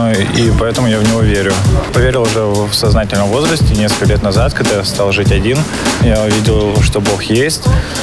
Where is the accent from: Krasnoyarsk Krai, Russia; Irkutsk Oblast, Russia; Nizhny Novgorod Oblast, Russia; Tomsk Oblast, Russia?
Irkutsk Oblast, Russia; Irkutsk; я родом из Иркутска.